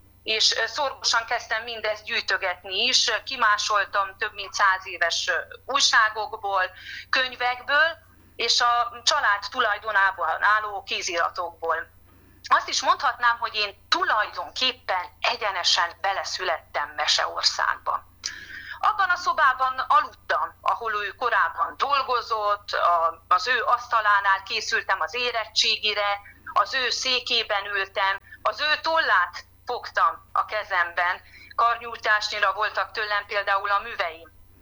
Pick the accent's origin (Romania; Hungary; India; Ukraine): Romania; Kisbacon, Covasna; én Kisbaconban születtem, az ősi Benedek kúriában nőttem fel